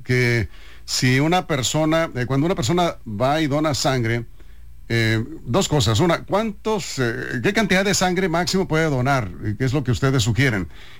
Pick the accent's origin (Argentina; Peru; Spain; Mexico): Mexico; ¿Qué es lo que nos pasa como mexicanos?